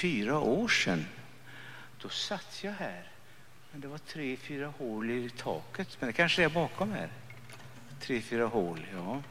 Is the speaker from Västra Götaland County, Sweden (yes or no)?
yes; Mellerud, Västra Götaland County, Sweden; born there; now in Stockholm, Sweden; I alla fall så var jag hemma i Mellerud.